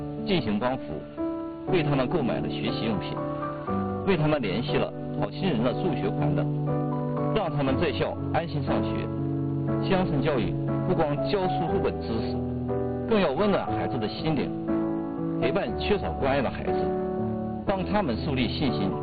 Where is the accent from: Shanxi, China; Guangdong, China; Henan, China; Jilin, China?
Jilin, China; Linjiang; 作为土生土长的林业子弟，在自己的家乡任教